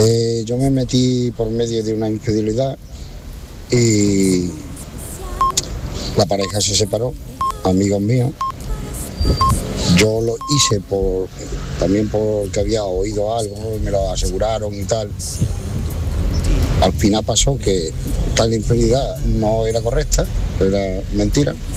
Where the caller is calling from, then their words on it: Málaga, Andalusia, Spain; de Málaga.